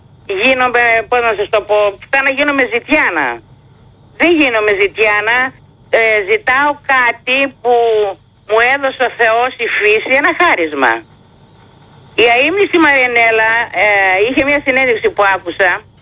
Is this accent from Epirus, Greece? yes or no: yes; Ioannina, Epirus, Greece; moved away as an adult; also born or lived in Germany; γύρισα εδώ, στην πατρίδα μου, στον τόπο μου